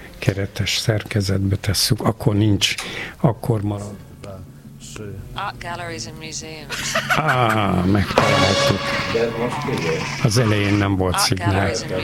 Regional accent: Hungary; Én nagyon büszke vagyok, hogy magyar vagyok

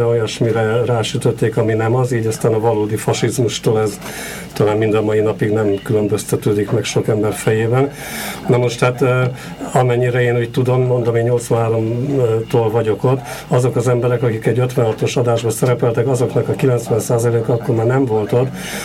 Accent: Hungary; moved away as an adult; also born or lived in Munich; én itthon olyan értelemben a Szabad Európán nőttem fel

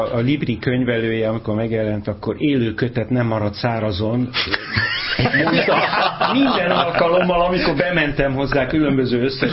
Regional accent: Budapest, Hungary; born there; Kégolyó utcai szülészeti klinikán születtem

